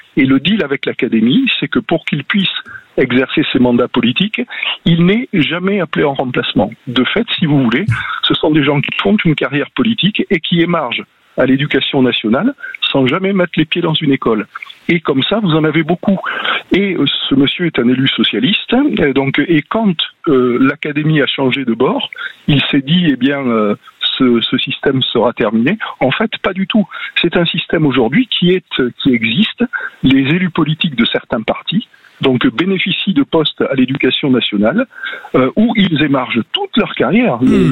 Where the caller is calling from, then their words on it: Toulouse, Occitanie, France; J'appelle de Toulouse.